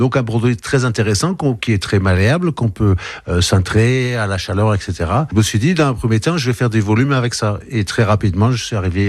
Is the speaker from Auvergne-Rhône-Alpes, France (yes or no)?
yes; Auvergne-Rhône-Alpes, France; Je suis originaire de l'Auvergne, mais j'aurais pu faire un projet avec la pierre de Volvic, si vous voulez.